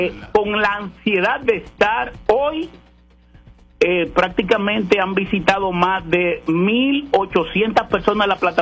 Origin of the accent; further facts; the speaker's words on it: Dominican Republic; yo tengo que decirle que soy dominicano.